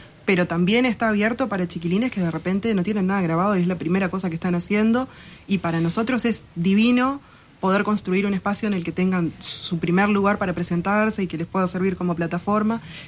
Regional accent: Tacuarembó, Uruguay; Somos todos de Tacuarembó.

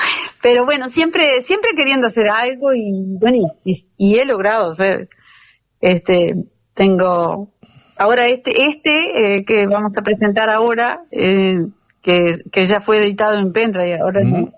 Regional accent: Sarandí Grande, Florida, Uruguay; pues yo crecí en el campo, cerca de Sarandí, pero crecí en el campo

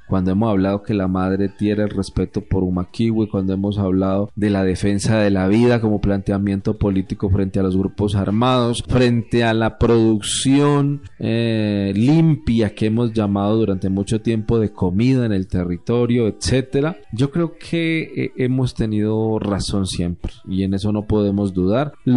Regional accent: Colombia; la manera como estamos viviendo hoy en día los colombianos

